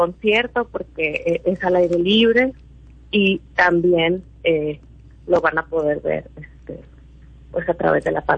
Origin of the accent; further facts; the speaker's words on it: Sonora, Mexico; accent: Sonoran; yo seguramente ya notaron mi acento sonorense.